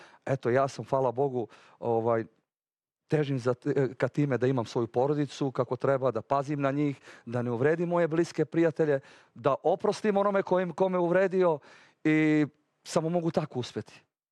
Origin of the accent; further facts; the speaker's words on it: Stari Bar, Bar Municipality, Montenegro; Ja sam iz Starog Vara, tako da smo 70 km udaljeni.